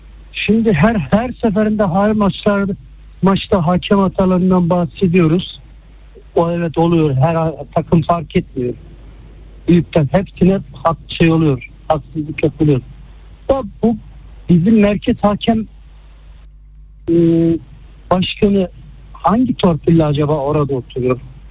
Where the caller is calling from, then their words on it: Istanbul, Turkey; ben İstanbul'dan.